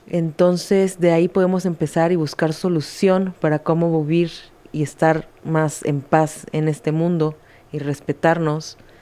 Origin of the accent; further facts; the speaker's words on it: Israel; si me van a hacer el mal porque soy judía o porque soy israelí.